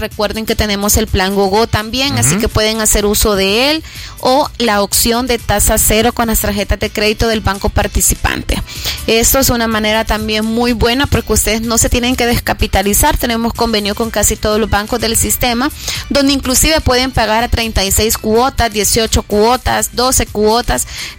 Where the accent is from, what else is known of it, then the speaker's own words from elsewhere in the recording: El Salvador; Como salvadoreños, solamente necesitamos nuestro pasaporte vigente.